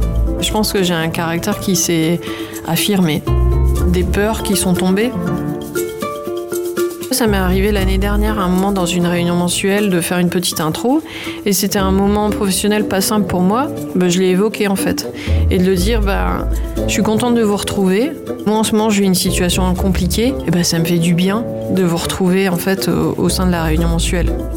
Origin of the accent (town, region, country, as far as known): Lille, Hauts-de-France, France; born there; now in Lambersart, France